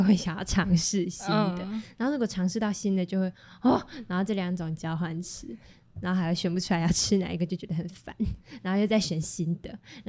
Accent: Taichung, Taiwan; 我们台中人都不敢这样哎、欸！

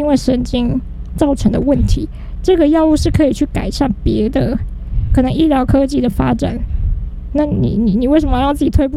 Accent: Taiwan; 我们台湾

